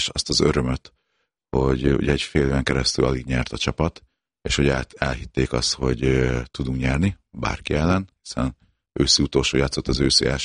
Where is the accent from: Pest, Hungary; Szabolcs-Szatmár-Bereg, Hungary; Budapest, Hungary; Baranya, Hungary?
Szabolcs-Szatmár-Bereg, Hungary; Nyíregyháza; ugye nyíregyháziként Nyíregyháza nekem órási dolog volt, hogy odaérhettem a vezetőedzői posztra.